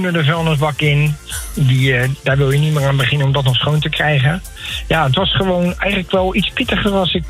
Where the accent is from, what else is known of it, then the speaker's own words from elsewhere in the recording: Netherlands; Ja, we dachten dat als echte Nederlander dat je een keertje moet hebben gewatlopen.